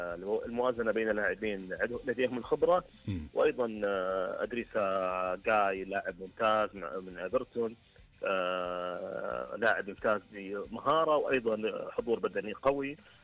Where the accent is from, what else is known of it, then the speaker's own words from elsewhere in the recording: Saudi Arabia; عزيز على قلوبنا جميعا كسعوديين